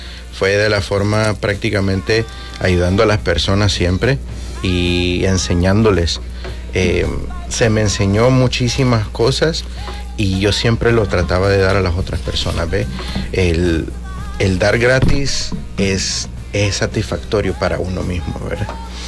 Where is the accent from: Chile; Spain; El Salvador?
El Salvador; moved away; vengo de El Salvador.